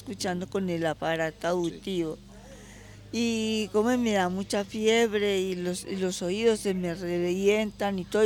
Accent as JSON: {"language": "Spanish", "country": "Colombia", "said": "Eso veo, ¿no es cierto? Soy muy colombiana."}